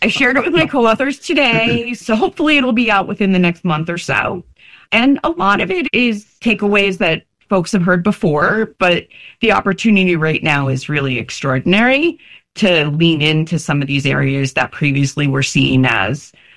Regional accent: New Jersey, United States; And as they used to say, where I grew up in New Jersey, we know where the bodies are buried.

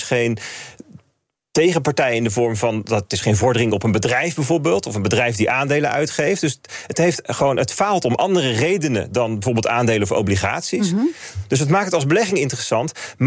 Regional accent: Netherlands; voor ons als Nederlanders

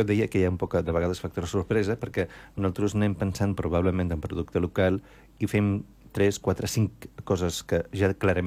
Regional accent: Menorca, Balearic Islands, Spain; com a menorquins i menorquines

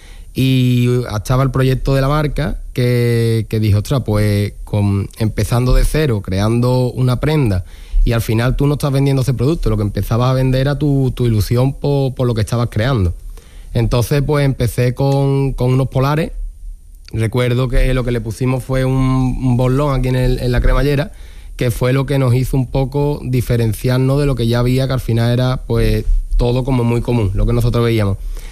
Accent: Morón de la Frontera, Andalusia, Spain

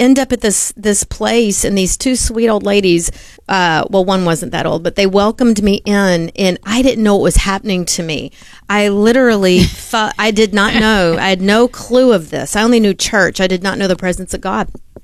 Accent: the South, United States; Yeah, I grew up in the South.

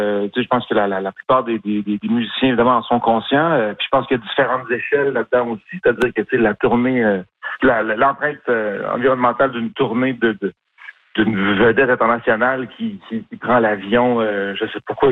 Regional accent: Montreal, Quebec, Canada; moi, je suis un enfant de la ville, je suis né à Montréal

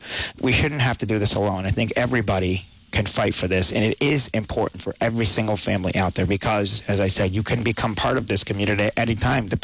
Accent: Rotterdam, New York, United States; just opened up a new day hab right in my hometown of Rotterdam.

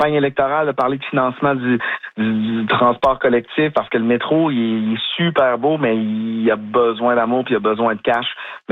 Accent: Quebec City, Quebec, Canada; Je sais pas si c'est parce que je viens de Québec

